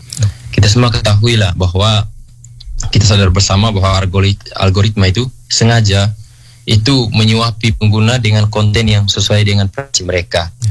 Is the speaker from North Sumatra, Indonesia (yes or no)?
no; East Nusa Tenggara, Indonesia; kita orang NTT